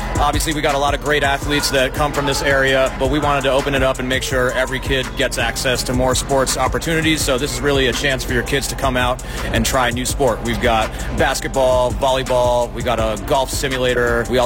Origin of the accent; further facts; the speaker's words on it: Prince George's County, Maryland, United States; moved away; Prince George's County, where I'm from